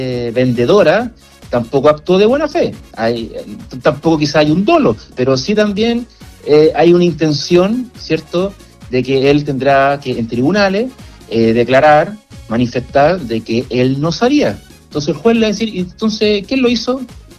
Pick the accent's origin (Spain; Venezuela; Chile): Chile